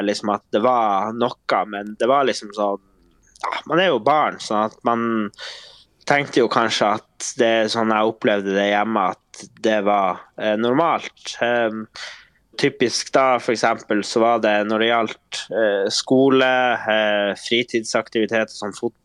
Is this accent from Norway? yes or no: yes; Hammerfest, Finnmark, Norway; Men så växte jag upp i Hammerfest med en far som var psykisk sjuk